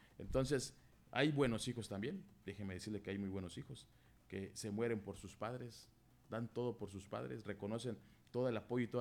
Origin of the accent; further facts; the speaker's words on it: Chetumal, Quintana Roo, Mexico; born there; yo soy de Quintana Roo, soy de Chetumal, Quintana Roo, aquí nací.